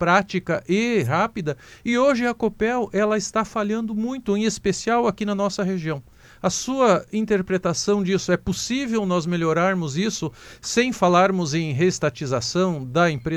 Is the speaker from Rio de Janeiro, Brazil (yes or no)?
no; Capanema, Paraná, Brazil; há 45 anos, no interior de Capanema, de onde eu venho